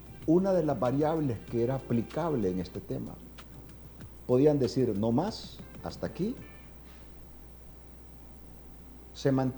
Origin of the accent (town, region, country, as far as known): Honduras